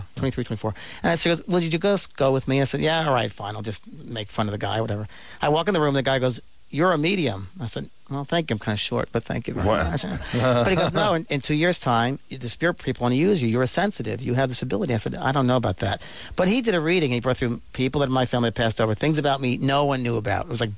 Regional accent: New York, United States; And I thought, you know, I'm from New York

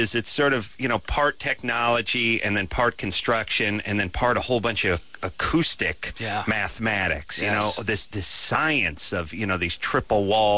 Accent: North Hollywood, California, United States; My hometown of North Hollywood, sadly, used to be the porn capital of the world.

